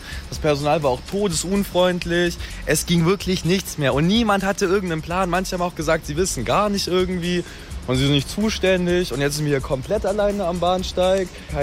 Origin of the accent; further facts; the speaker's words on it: Sigmaringen, Baden-Württemberg, Germany; Also wir wollten eigentlich nach Berlin und wir kommen aus Sigmaringen, das ist so beim Bodensee.